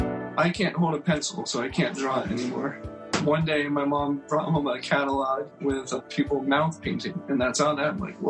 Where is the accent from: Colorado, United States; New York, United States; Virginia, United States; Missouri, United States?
Colorado, United States; Morrison; I'm 38 years old. I'm from Morrison, Colorado